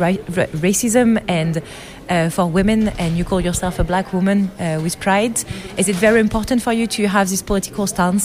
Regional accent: Brazil; Et oui, en effet, moi je suis brésilienne. Au Brésil, on a la forêt amazonienne qui brûle en fait de plus en plus.

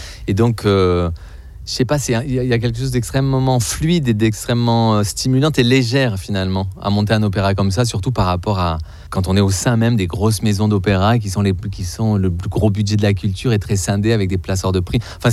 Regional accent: Marseille, Provence-Alpes-Côte d'Azur, France; je suis marseillais

